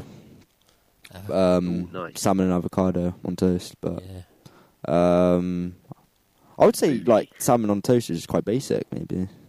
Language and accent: English; Bristol, South West England, United Kingdom; I'm from Bristol originally. Most of my family are from Bristol.